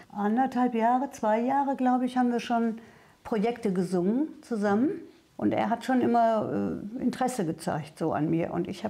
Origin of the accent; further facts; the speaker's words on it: Gelsenkirchen, North Rhine-Westphalia, Germany; born there; werde 70 im nächsten Monat. Ich bin gebürtige Schalkerin.